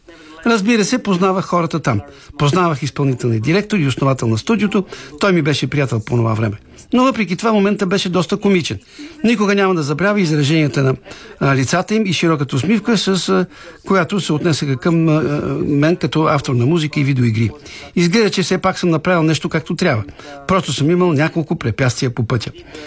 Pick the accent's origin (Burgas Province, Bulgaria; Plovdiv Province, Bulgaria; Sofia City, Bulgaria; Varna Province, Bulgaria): Sofia City, Bulgaria; Sofia; в родния ми град София